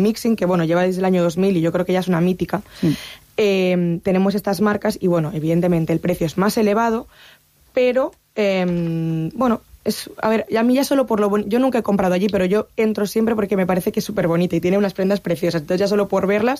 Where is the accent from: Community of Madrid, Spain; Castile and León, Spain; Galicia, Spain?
Galicia, Spain; Oleiros; yo soy de Oleiros, por las playas de Oleiros.